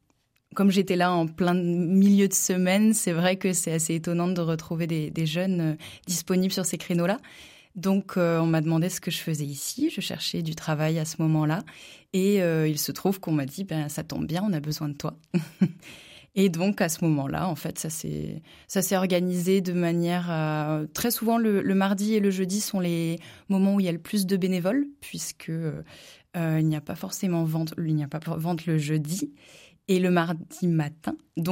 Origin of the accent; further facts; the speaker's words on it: Brittany, France; moved away as an adult; now in Charente, France; Donc, moi, je suis bretonne, donc il y a eu cette partie-là. Puis, j'ai beaucoup voyagé pour mes études